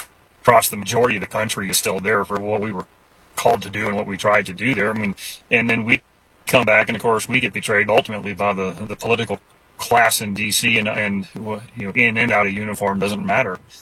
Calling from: Helena, Montana, United States; I'm in Helena, Montana.

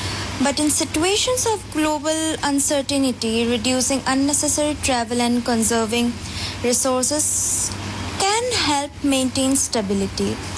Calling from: India; English is a second language; I'm speaking from India.

